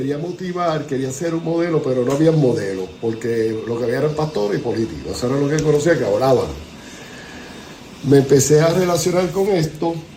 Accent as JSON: {"language": "Spanish", "town": "San Sebastián", "country": "Puerto Rico", "tie": "born or raised there", "also_born_or_lived": "Aguadilla, Puerto Rico", "said": "nací en el hospital de la base Reymín, pero somos de San Sebastián, ahí me crió"}